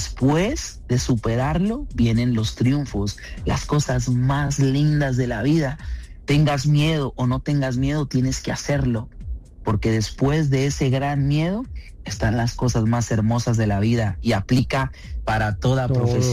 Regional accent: Mexico; O sea, yo nunca me he presentado en México, en mi tierra.

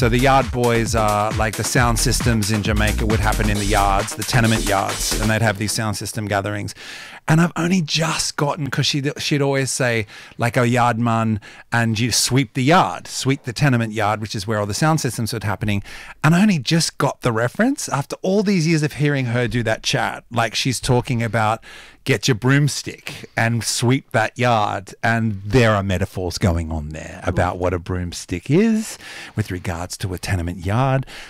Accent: Sydney, New South Wales, Australia; I grew up in Botany, which is just up the road here. It was a real, very industrial. Now it's fancy. Botany is super fancy now. It's all housing estates now. But when I was a kid, it was all factories.

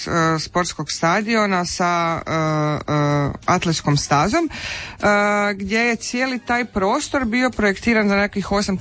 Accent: Zagreb, Zagreb County, Croatia; Da, inače ja sam iz Novog Zagreba kao

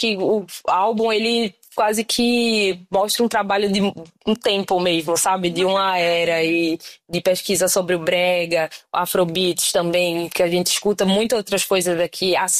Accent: Northeast Region, Brazil; eu sou preta, sou nordestina, eu sou mã

